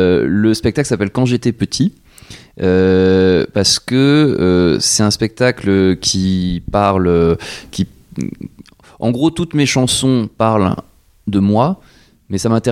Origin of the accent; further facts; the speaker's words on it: Strasbourg, Grand Est, France; moved away as an adult; now in Troyes, France; Non, moi je suis natif de Strasbourg. Je suis arrivé à Troyes en 2017.